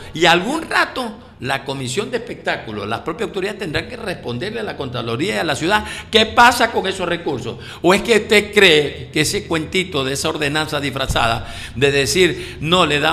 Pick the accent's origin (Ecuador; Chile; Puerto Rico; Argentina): Ecuador; Manta, Manabí; Yo nací en Manta, en el barrio Cristo Rey, pues. En la parroquia Tarque, ahí me crié.